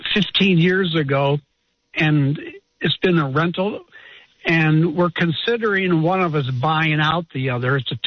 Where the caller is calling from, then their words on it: California, United States; in SoCal.